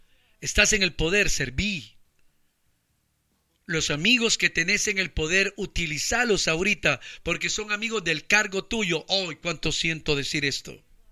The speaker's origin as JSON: {"language": "Spanish", "country": "Honduras"}